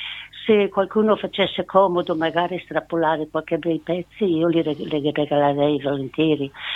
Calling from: Brescia, Lombardy, Italy; Dalla Brescia periferia.

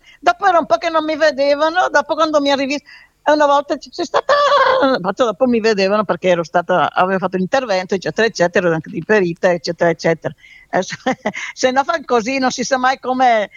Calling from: Lombardy, Italy; accent: Val Camonica dialect

